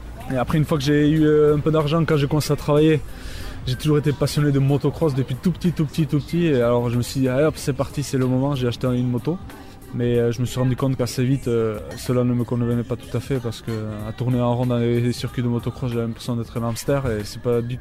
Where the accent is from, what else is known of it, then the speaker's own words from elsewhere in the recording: Saint-Jean-de-Luz, Nouvelle-Aquitaine, France; je suis de Saint-Jean-de-Luz.